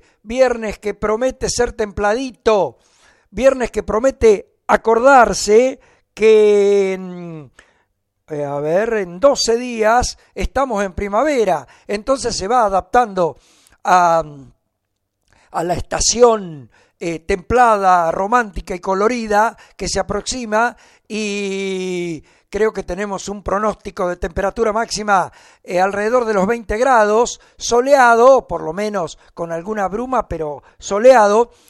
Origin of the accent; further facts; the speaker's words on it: Argentina; somos argentinos, no suecos